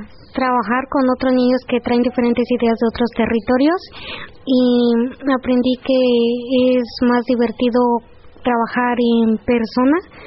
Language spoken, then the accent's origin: Spanish; Ocotla, Puebla, Mexico; vengo de la comunidad de Ocotla.